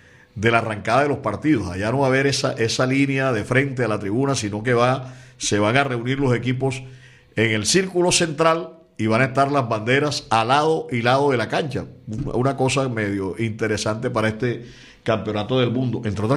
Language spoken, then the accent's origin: Spanish; Barranquilla, Atlántico, Colombia; Y yo estudié en los colegios públicos de Barranquilla. Mi primaria fue en la escuela 34 para varones. Mi bachillerato fue en el INEM Miguel Antonio Caro, allá en la calle 30.